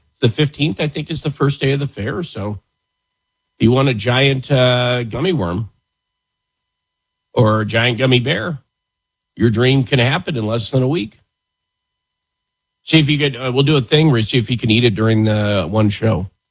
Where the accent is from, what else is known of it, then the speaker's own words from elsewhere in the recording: Buffalo, Wyoming, United States; moved away; where I grew up in Wyoming.